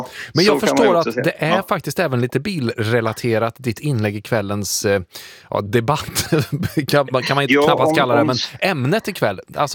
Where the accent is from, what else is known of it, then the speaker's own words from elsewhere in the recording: Värmland, Sweden; för jag har vuxit upp i Värmland, mitt i alltså